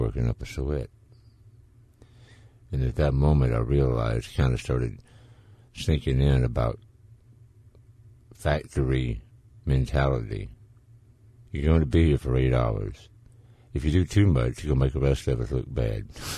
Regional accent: Laurel, Mississippi, United States; at the Masonite plant there in my hometown of Laurel, Mississippi

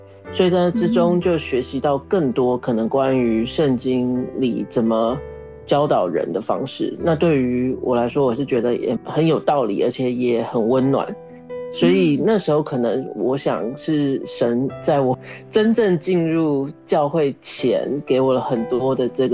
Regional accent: Taiwan; also born or lived in United States; 我是来自台湾，那我父母以前也是国际学生。其实我小的时候是在美国出生的，但是我其实并没有在美国长大，我是完完全全在台湾长大的。

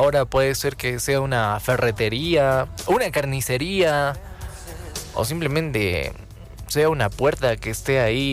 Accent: La Paz, Bolivia; Es la calle donde vivo, ¿no? En Cupini, mi tierrita natal, ¿no? Muchos cambios no hice. Salí un par de veces de la zona, me perdí un 2 que 3 años, pero uno siempre vuelve donde es feliz

